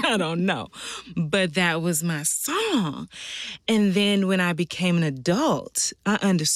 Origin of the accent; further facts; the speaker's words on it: Simpsonville, South Carolina, United States; the church that I grew up in Simpsonville, South Carolina, Bethlehem Baptist Church.